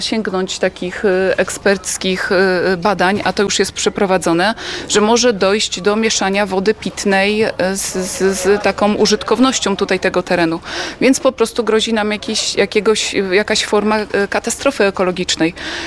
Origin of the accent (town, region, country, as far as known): Jastarnia, Pomeranian Voivodeship, Poland; born or raised there